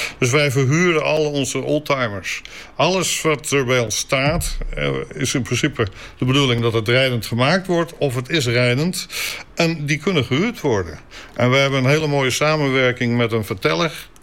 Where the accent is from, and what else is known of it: Heerenveen, Friesland, Netherlands